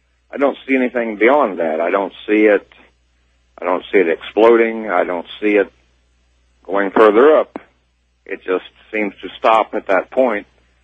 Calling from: Orlando, Florida, United States; Orlando, Florida.

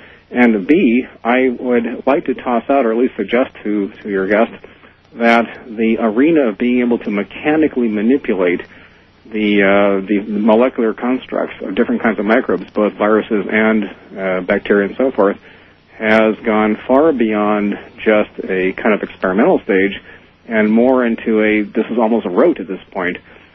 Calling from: Berkeley, California, United States; I'm calling from Berkeley, California.

